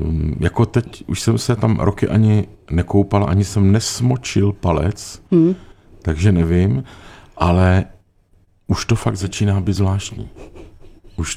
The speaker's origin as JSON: {"language": "Czech", "town": "Brno", "region": "South Moravian Region", "country": "Czechia", "tie": "born there", "said": "Já, pravda, jsem se narodil v Brně."}